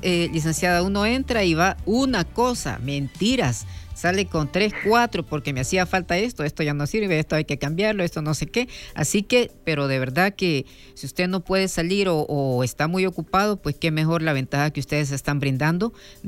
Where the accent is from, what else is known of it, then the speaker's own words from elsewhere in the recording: El Salvador; con nosotros como salvadoreños que somos